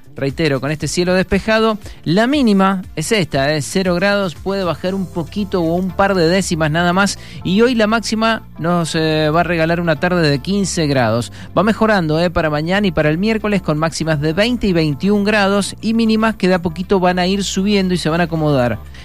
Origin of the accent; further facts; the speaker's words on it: Guaymallén, Mendoza, Argentina; yo soy de Guaymallén